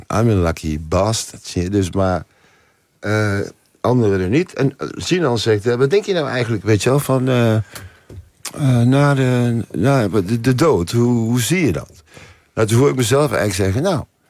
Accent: Nijmegen, Gelderland, Netherlands; Ik kom ook uit Nijmegen.

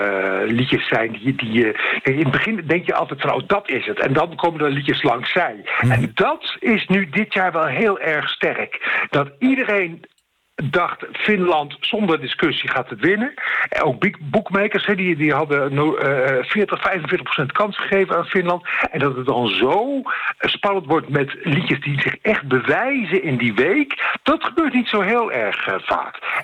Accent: Netherlands; En wie nou mocht hopen dat ik als Nederlander of dat iemand uit Ierland of iemand uit Spanje positief of negatief wordt bejegend

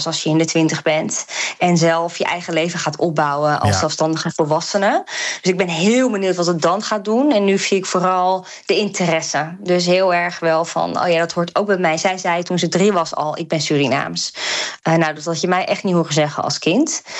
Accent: Netherlands; de multiculturele identiteit die we hebben als Nederlanders

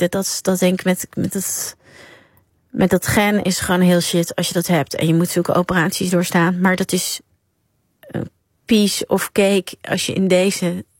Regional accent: Nieuwegein, Utrecht, Netherlands; also born or lived in Amsterdam; Nee, ik kom ook uit Nieuwegein oorspronkelijk, maar ik ben nog meer van Utrecht gaan houden de laatste paar jaar.

